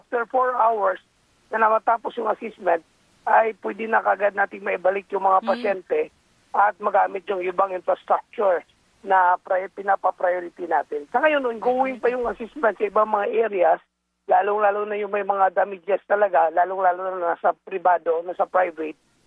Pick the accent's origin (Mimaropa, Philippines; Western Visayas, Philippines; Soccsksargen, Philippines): Soccsksargen, Philippines; So doon kasi sa amin sa South Cotabato, yung government hospital meron kagad kasi in charge